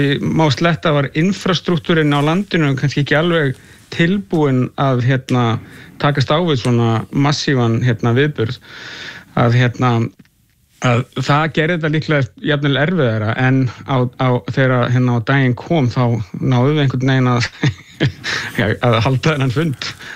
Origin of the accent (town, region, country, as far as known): Capital Region, Iceland; born or raised there